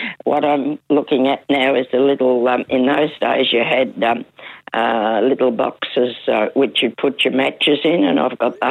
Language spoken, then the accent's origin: English; Berrigan, New South Wales, Australia; also born or lived in Parkes; I was born in Parks and we left there to go to a hotel in Berrigan after that.